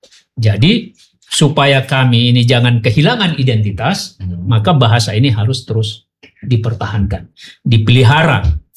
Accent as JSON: {"language": "Indonesian", "region": "North Sumatra", "country": "Indonesia", "said": "Jadi desa saya itu sama dengan desa Dr. Irfan ini, dia di kawasan Ladang Tangah Barus, saya di Sorkam ya."}